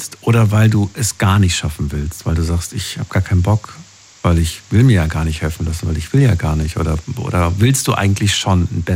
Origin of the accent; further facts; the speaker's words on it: Frankfurt, Hesse, Germany; Außerdem bin ich in Frankfurt groß geworden und in Frankfurt erlebst du alles.